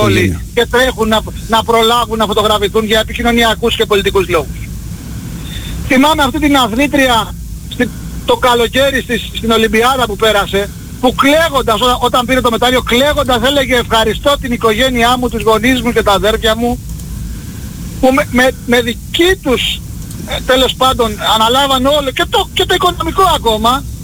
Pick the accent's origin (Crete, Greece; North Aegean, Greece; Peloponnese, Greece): Crete, Greece; Chania; είμαι από Χανιά.